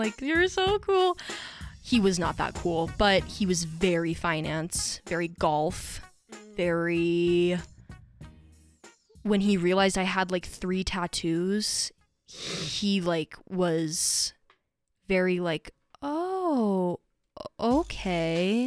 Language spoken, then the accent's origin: English; Anchorage, Alaska, United States; So now I just say I'm from Anchorage.